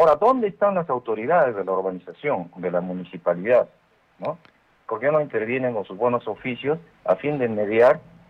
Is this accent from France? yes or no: no; Peru; Todos tenemos derecho a trabajar, todos somos peruanos.